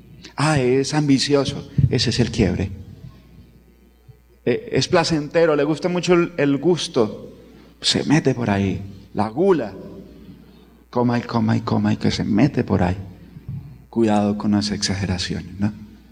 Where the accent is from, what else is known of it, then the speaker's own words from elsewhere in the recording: Santander, Colombia; Yo soy un poco peleón, soy santandereano.